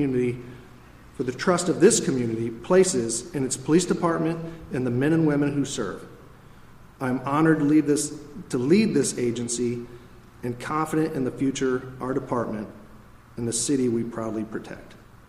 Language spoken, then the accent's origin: English; Peoria, United States; born or raised there